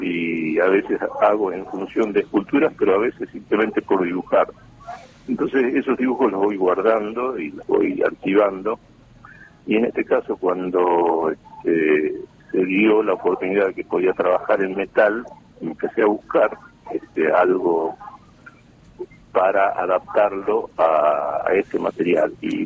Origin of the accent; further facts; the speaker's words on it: Argentina; now in La Rioja, Argentina; representar al país como único argentino en este encuentro de 10 escultores de todo el mundo